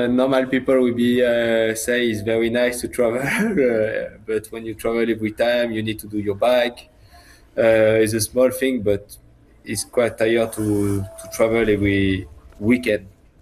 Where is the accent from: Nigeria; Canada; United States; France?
France; English is a second language; I'm from Europe, from France. And to see this culture is nice.